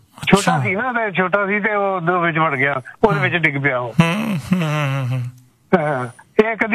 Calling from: Ludhiana, Punjab, India; ਮੈਂ ਲੁਧਿਆਣੇ ਤੋਂ ਹੈਗਾ

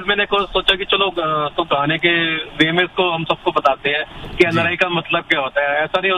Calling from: Canada; ਮੈਂ ਇੱਧਰ ਬੇਸਿਕਲੀ ਮੈਂ ਕੈਨੇਡਾ ਦਾ

